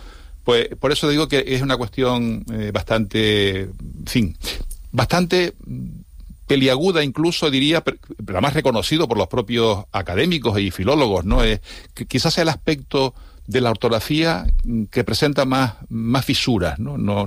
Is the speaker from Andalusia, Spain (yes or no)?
no; Canary Islands, Spain